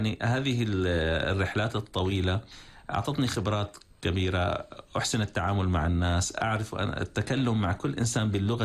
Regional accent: Syria; أنا طبعا أعتز بسوريا وأنا ابن سوريا، ولكن حاولت أن أكون رسولا لسوريا بكل بلد أزوره

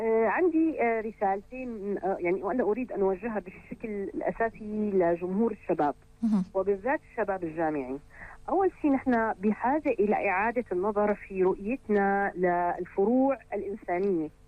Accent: Syria; لنا كسوريين

